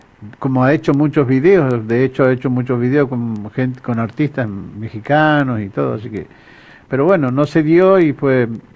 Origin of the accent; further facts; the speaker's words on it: Santiago del Estero, Argentina; soy de Santiago